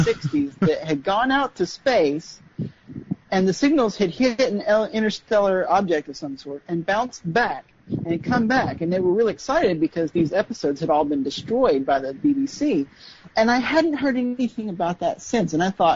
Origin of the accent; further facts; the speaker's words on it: Japan; Hi, I'm from Japan. I actually called you last week, I think.